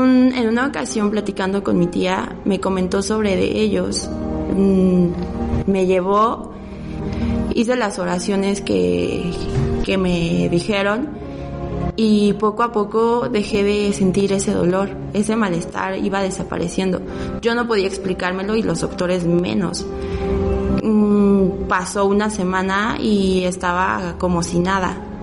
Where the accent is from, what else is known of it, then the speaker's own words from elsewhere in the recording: Orizaba, Veracruz, Mexico; soy de Orizaba.